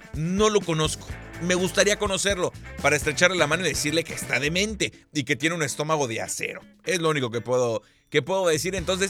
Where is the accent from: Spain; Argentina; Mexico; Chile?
Mexico; Como buen mexicano, nos gusta el picante, pero no lo aguantamos.